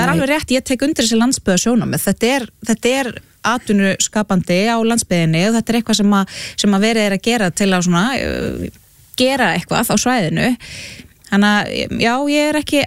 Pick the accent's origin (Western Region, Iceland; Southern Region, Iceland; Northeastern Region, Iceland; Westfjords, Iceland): Southern Region, Iceland; Flúðir; ég nú alveg upp á Flúðum dæmis, og það var, svona í minni æsku það var í raun og veru ekkert þangað að sækja.